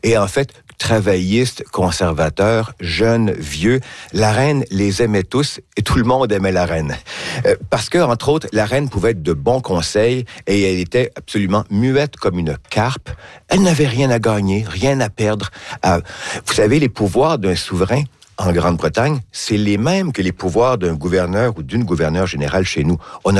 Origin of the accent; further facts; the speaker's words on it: Canada; chez nous, au Canada